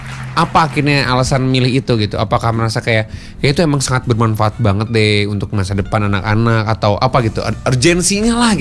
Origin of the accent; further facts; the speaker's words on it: West Java, Indonesia; Orang Barat, Jawa Barat sama kayak saya. Saya juga merantau juga sih kebetulan.